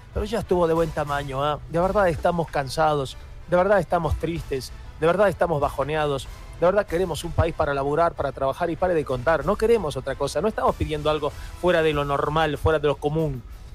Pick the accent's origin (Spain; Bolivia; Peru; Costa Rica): Bolivia; La Paz; estos golpes que estamos recibiendo como paseños, como alteños